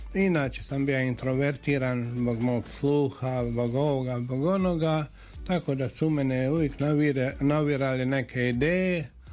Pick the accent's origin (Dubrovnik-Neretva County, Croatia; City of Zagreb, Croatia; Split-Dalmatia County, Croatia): Dubrovnik-Neretva County, Croatia; Opuzen; moved away as an adult; Ja sam studirao u Splitu. Ona sam rekao da ja to nikad neću završiti zato što mi je preblizu Opuzena Split.